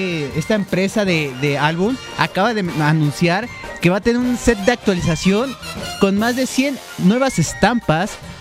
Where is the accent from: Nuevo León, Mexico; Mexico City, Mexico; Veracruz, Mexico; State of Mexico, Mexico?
Veracruz, Mexico; accent: costeño; soy veracruzano y por algún lado de tener ese acento.